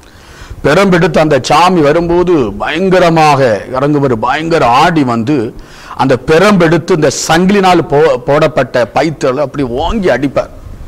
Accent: Kollengode, Tamil Nadu, India; நாங்கள் இந்து குடும்பத்திலே பிறந்து வளர்ந்தவர்கள். நான் பிறக்கும்போதே இந்து குடும்பம் கொல்லங்கோடு பகுதியிலே சிறுவைபுரம் பகுதியிலே அந்த இடத்துல எங்களுக்கு சொந்த ஒரு கோவில் உண்டு.

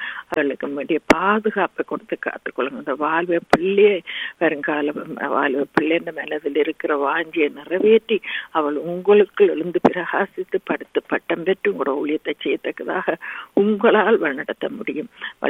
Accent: Sri Lanka; moved away; நாங்கள் பிறந்து வளர்ந்த இலங்கை தீவுக்காக உங்களிடையில் வருகிறோம்.

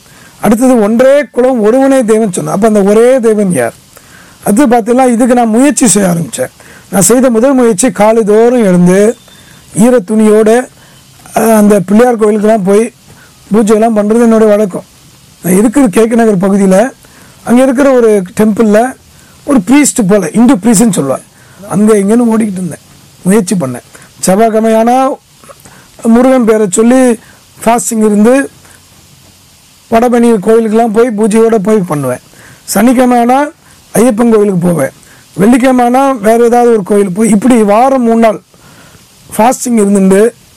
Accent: Chennai, Tamil Nadu, India; சென்னையில் பிறந்து வளர்ந்தாலும் விஸ்மாம்பலத்தில் அக்ரகாரத்தில் பிறந்தேன்.

